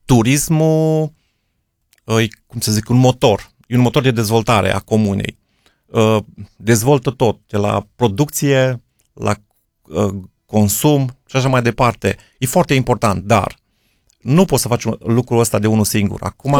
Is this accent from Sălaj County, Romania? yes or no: yes; Rus, Sălaj County, Romania; Zona noastră de Valea Someșului e destul de bine dezvoltată.